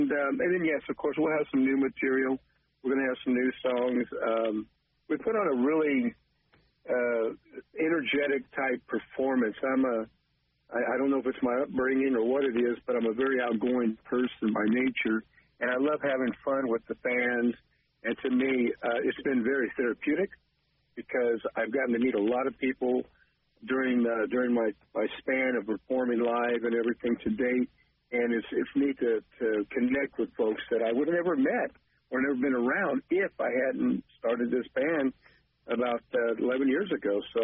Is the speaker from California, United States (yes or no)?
yes; Bakersfield, California, United States; I had a cover band in my hometown of Bakersfield, California